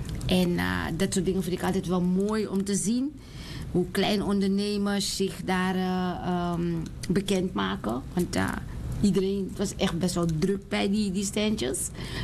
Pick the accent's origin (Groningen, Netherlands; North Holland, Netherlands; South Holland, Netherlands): North Holland, Netherlands; we zijn, het gaat erom dat we uit Zuidoost komen